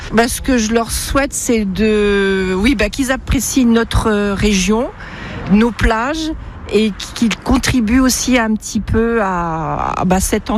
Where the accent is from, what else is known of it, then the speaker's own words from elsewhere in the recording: Saint-Malo, Brittany, France; now in Le Vivier-sur-Mer, France; je suis originaire de Saint-Malo, et plus précisément Saint-Servan. J'habite sur la petite commune du Vivier-sur-Mer. C'est une jolie petite bourgade où vous pouvez trouver des bonnes huîtres et des bonnes moules à déguster.